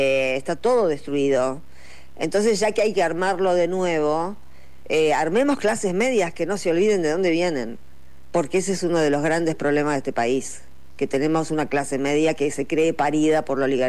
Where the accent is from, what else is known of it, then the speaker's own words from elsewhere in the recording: Quilmes, Buenos Aires Province, Argentina; yo soy de Quilmes. Me quedaba igual venir a Buenos Aires o ir a La Plata.